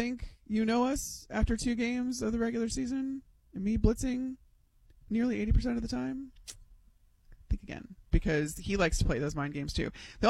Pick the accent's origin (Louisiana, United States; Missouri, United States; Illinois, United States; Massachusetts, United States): Illinois, United States; Chicago; I grew up in Chicago. This is what I did my entire life.